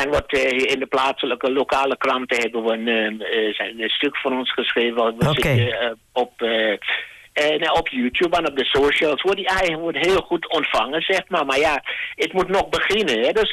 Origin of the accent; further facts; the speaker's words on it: North Holland, Netherlands; we komen allebei uit de Zaanstreek.